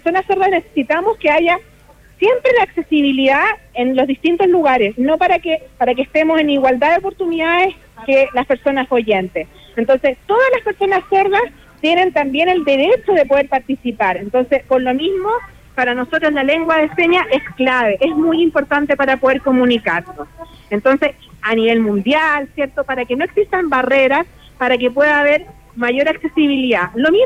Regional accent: Santiago, Santiago Metropolitan Region, Chile; Yo soy de Santiago, soy una persona sorda

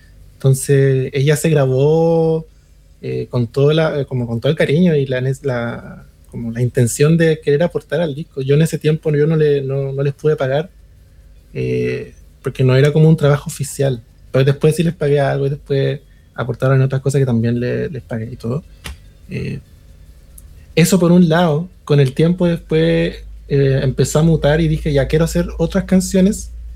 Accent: Tocopilla, Antofagasta, Chile; accent: northern Chilean (nortino); moved away as an adult; now in Santiago, Chile; en Santiago, yo fui nací y fui criado entre Antofa y Tocopilla, de hecho, que pasé gran parte de mi infancia en Tocopilla, y ya acá en Santiago llevo 2023, 24, 25, 26, casi 4 añitos acá

